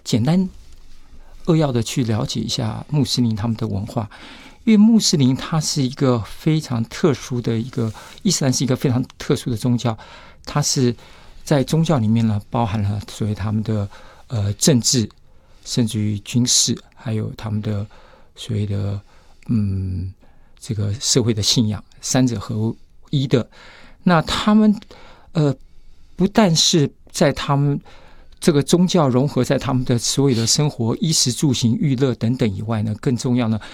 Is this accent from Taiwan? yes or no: yes; Taiwan; 就像今天外国人来到台湾，我们台湾人很热情